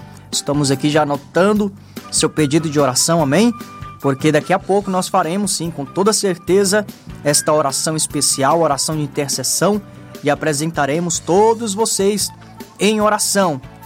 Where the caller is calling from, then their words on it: Taboão da Serra, São Paulo, Brazil; e sou aqui de Taboão da Serra, São Paulo.